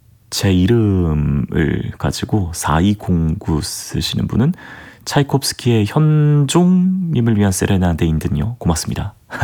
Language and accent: Korean; South Korea; 저는 한국 사람이잖아요.